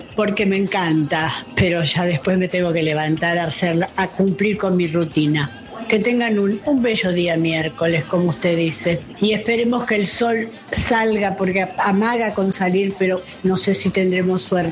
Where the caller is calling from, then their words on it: Buenos Aires, Argentina; de Belgrano, acá al pie del cañón con Rivadavia.